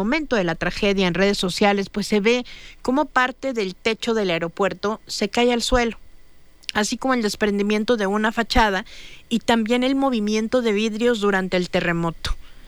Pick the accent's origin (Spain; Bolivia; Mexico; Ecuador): Mexico; Enviamos ayuda porque así somos los mexicanos.